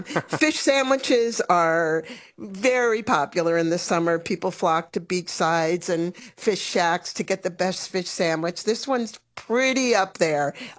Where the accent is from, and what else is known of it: New York, United States; born or raised there